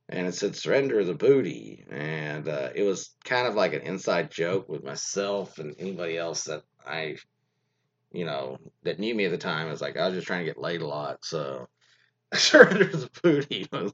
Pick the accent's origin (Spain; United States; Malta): Spain; And I said, like, from España, like in Spain.